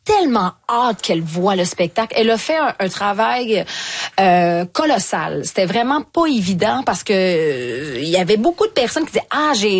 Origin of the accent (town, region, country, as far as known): Quebec, Canada; accent: Quebec